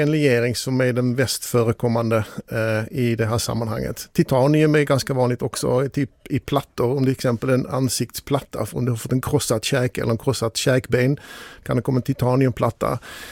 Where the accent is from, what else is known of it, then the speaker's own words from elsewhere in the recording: Netherlands; Vi är ärliga holländare och tycker att det här är viktigt att öppna med alla data.